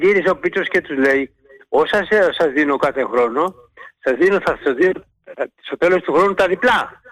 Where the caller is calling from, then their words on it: Mani, Peloponnese, Greece; είμαι μανιάτης με όλη τη σημασία της λέξης.